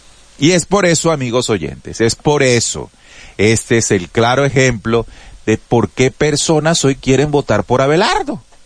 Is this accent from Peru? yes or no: no; Colombia